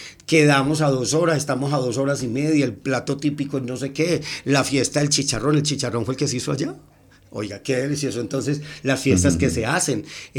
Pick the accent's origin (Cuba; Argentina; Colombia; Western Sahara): Colombia; Medellín, Antioquia; born there; also born or lived in Yarumal; Yo nací en Medellín, pero amo Yarumal.